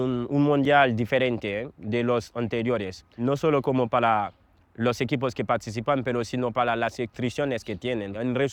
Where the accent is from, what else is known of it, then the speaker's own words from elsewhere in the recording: Haiti; porque soy haitiano